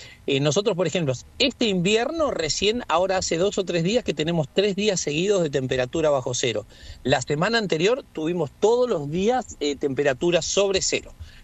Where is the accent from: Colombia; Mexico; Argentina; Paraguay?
Argentina; Chubut; en nuestra provincia tenemos un lugar maravilloso como es Puerto Madryn